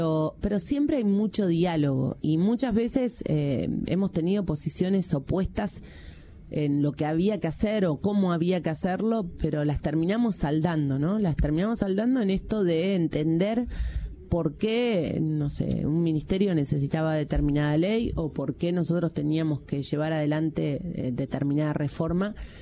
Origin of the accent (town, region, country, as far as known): Santa Fe, Argentina